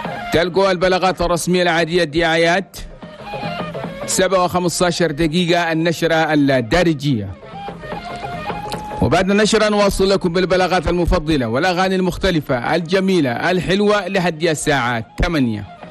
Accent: Chad

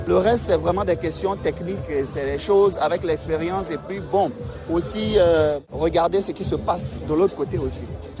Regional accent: Chad; now in Côte d'Ivoire; je salue toute la population tchadienne, mon pays d'origine. C'est vrai que je suis en Côte d'Ivoire ici, mais mon cœur est là-bas.

